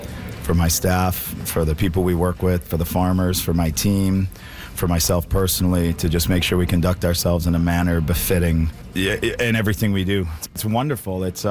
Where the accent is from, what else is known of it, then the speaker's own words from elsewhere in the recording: Calgary, Alberta, Canada; I'm from the prairies. I'm from Calgary.